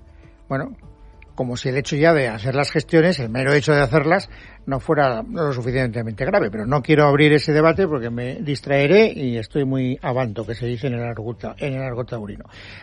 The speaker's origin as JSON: {"language": "Spanish", "region": "Valencian Community", "country": "Spain", "said": "Soy valenciano."}